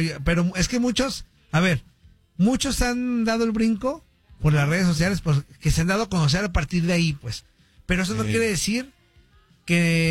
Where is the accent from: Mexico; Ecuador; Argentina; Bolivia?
Mexico; Pues nosotros como mexicanos, Antonio, estamos saludando a todo el mundo.